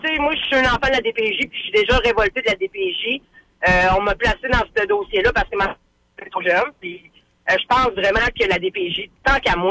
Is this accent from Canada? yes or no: yes; Quebec, Canada; Puis, parce que je viens de la Côte-Nord.